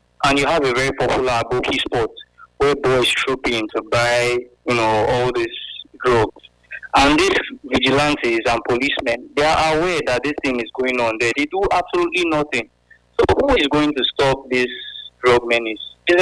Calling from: Ugbo, Nigeria; I'm calling from Ugbo.

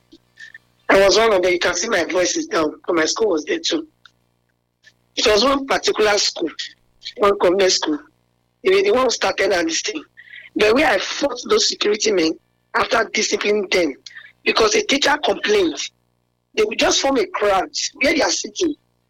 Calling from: Nigeria; from Nigeria.

